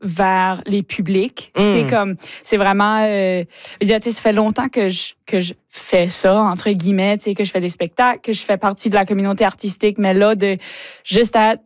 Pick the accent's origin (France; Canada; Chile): Canada; Chéticamp, Nova Scotia; J'ai grandi à Chéticamp, comme t'as mentionné. T'sais, fait que j'ai grandi en faisant partie de la troupe du Conseil des arts de Chéticamp.